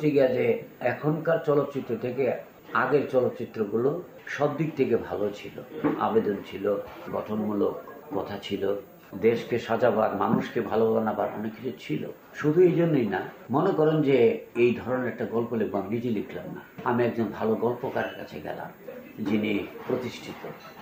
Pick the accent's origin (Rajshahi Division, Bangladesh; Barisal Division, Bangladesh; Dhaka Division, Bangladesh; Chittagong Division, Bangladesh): Chittagong Division, Bangladesh; Brahmanbaria; আমার বাড়ি ব্রাহ্মণবাড়ি